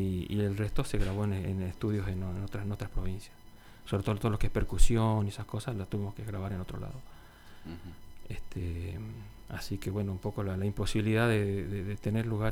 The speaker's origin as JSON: {"language": "Spanish", "region": "Salta", "country": "Argentina", "moved": "yes", "lives_now": "Las Toscas, Argentina", "said": "yo soy salteño, pero hace muchísimos años que vivo acá en Las Toscas, más de 20 años."}